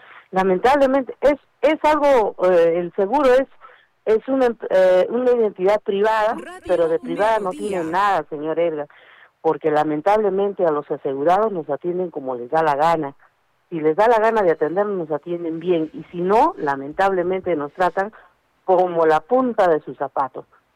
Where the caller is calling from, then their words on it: Chuquibamba, Arequipa, Peru; yo soy de Chuquibamba